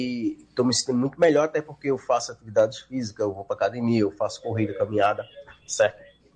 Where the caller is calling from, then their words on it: Jaboatão dos Guararapes, Pernambuco, Brazil; sou da cidade de Jaboatão dos Guararapes, bairro do Cavaleiro.